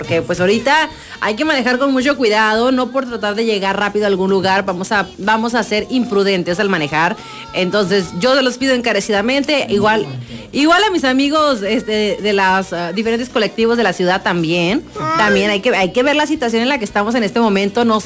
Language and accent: Spanish; Mexico; Eso es que, oye, somos mexicanos y no le tenemos fe a México.